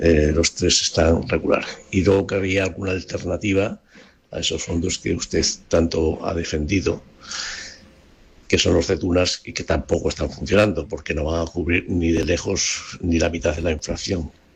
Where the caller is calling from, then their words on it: Plasencia, Extremadura, Spain; de Plasencia